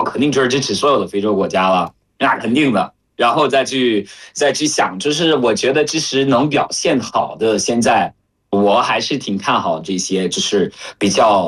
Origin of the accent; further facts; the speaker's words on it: Cameroon; Chinese is a second language; Hello 大家好，我是来自喀麦隆的